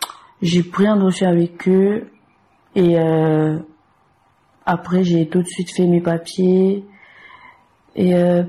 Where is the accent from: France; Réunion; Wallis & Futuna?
Wallis & Futuna; j'ai 20 ans, je suis originaire de Wallis